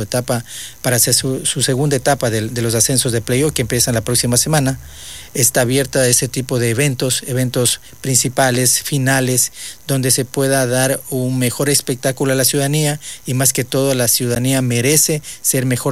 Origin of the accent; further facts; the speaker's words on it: Lago Agrio, Sucumbíos, Ecuador; somos de aquí del Aguario, somos de Sucumbíos